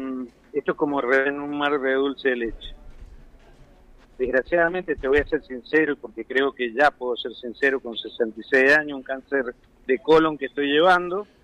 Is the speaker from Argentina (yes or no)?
yes; Mendoza, Argentina; also born or lived in Newark, United States; Mira, yo soy mendocino y he estado en Nueva York, viviendo en Newark.